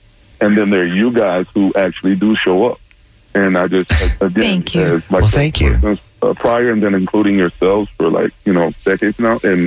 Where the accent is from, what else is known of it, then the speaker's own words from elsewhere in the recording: Tampa, Florida, United States; I actually grew up right behind the WEDU building.